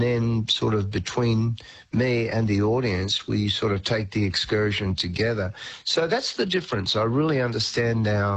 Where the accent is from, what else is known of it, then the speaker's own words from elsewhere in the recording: Australia; I tell a lot of stories about my sort of history, growing up in Australia and all of that.